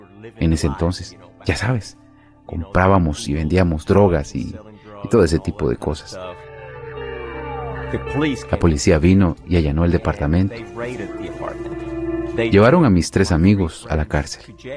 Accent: San Juan, Puerto Rico; moved away as an adult; also born or lived in Texas; now in United States; Nací en una pequeña familia cristiana y crecí en San Juan, Puerto Rico, en Puerto Rico.

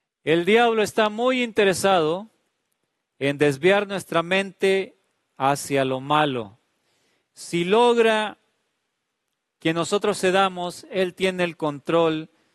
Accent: Honduras; como decimos popularmente en mi país, en Honduras.

